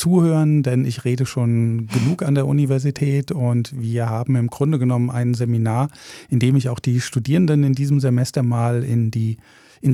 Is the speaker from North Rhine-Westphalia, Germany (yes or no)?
no; Mainz, Rhineland-Palatinate, Germany; now in Rostock, Germany; ich komme ursprünglich aus Mainz